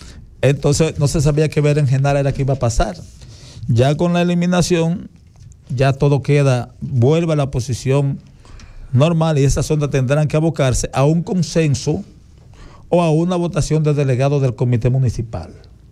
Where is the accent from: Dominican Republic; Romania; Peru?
Dominican Republic; somos dominicanos todos